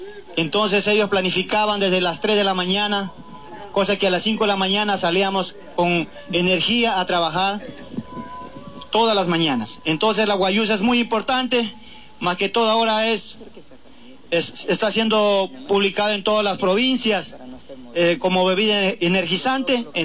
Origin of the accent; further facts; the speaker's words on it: Ecuador; nosotros somos de la comunidad de San Bartolo